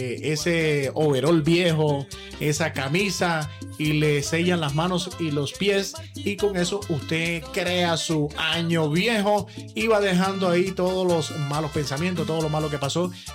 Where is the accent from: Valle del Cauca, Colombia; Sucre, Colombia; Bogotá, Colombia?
Sucre, Colombia; Coveñas; de donde yo soy, en Coveñas, Sucre, no, nosotros decimos faltan 5 para las 12.